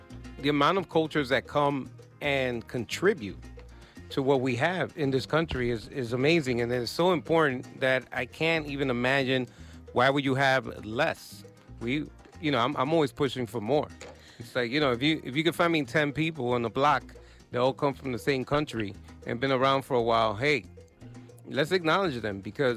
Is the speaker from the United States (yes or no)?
yes; New York City, New York, United States; No, I was born in Manhattan and grew up in Washington Heights, aka Dominican Heights.